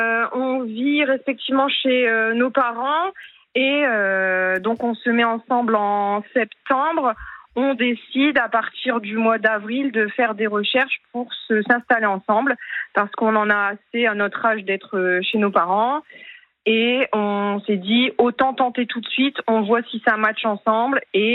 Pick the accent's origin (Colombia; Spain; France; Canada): France; Hauts-de-France; accent: petit accent du Nord (ch'ti); j'ai ce petit accent. Alors, j'essaye de ne pas trop l'avoir, mais quand je suis en confiance, il a tendance à revenir.